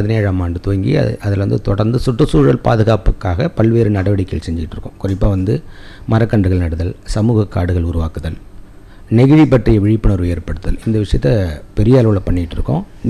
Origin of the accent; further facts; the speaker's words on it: Mayiladuthurai district, Tamil Nadu, India; moved away as an adult; now in Thiruvarur, India; நான் இப்போது திருவாரூர் மாவட்டத்தில் வசிக்கிறேன். திருவாரூர் டவுனில் நகர பகுதியில். என்னோடய சொந்த ஊர் வந்து மயிலாடுதுறை மாவட்டம் குழையூர் கிராமம். அந்த கிராமத்தில் தான் பிறந்தேன் நான். கடந்த 15 திருவாரூரில் வசிச்சுக்கிட்டு இருக்கேன்.